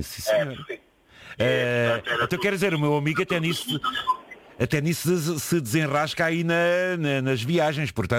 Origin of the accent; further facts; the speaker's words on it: Portugal; E eu disse não, sou português.